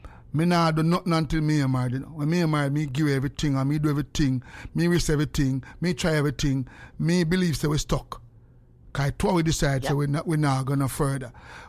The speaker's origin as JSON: {"language": "English", "country": "Jamaica", "said": "Me never think we as Jamaican need no therapist."}